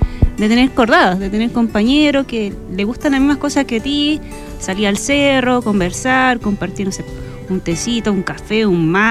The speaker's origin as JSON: {"language": "Spanish", "town": "Paredones", "region": "O'Higgins", "country": "Chile", "tie": "born or raised there", "also_born_or_lived": "Colchagua", "moved": "as an adult", "lives_now": "Rengo, Chile", "said": "Me crié en Paredones y por tema de estudio tuve que ir a Colchagua y después terminé acá en Cachapoal. Uh-huh. Y actualmente vivo acá en Rengo."}